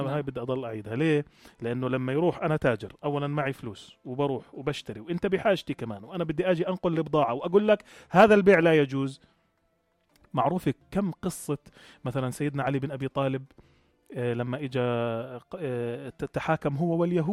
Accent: Jordan; احنا عندنا في الاردن

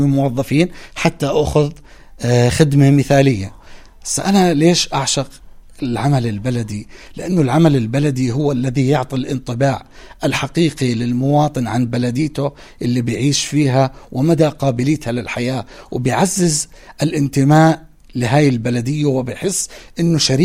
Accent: Jordan; أنا كمواطن أردني

